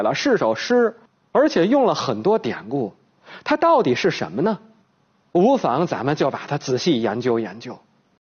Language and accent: Chinese; China; 我们中国人